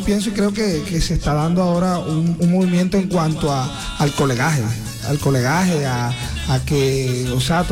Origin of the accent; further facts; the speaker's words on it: Valledupar, Cesar, Colombia; yo soy de allá de Valledupar.